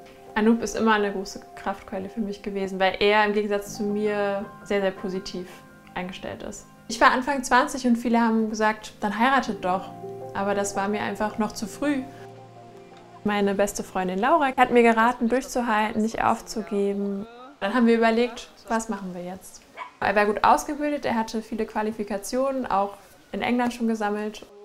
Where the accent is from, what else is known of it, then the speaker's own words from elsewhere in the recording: Aachen, North Rhine-Westphalia, Germany; Ich bin in Aachen aufgewachsen.